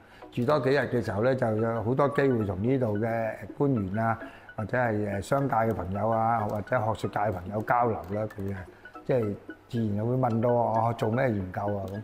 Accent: Foshan, Guangdong, China; 尤其是我們佛山人都是很順很直的，一說就明白

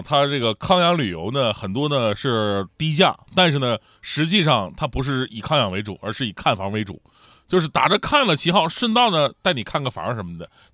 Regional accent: Longkou, Shandong, China; moved away; 那山东龙口啊，我老家呀，我老家山东龙口

